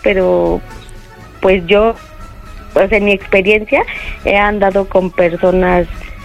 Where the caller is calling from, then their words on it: Mexico City, Mexico; De Coyoacán.